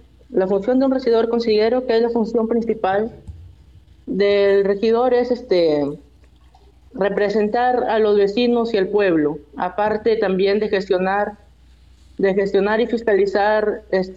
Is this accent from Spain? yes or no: no; Olmos, Lambayeque, Peru; born or raised there